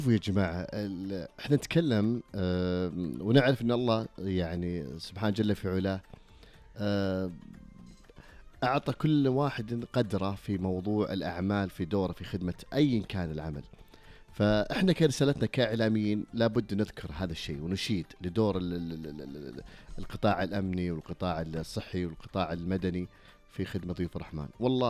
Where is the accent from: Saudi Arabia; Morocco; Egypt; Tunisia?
Saudi Arabia; وأنا أعرف هذا ديدنا إحنا كسعوديين،